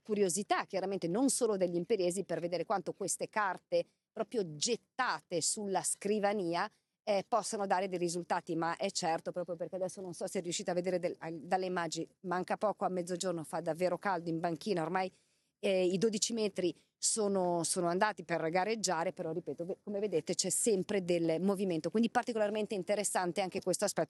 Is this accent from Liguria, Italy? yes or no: yes; Liguria, Italy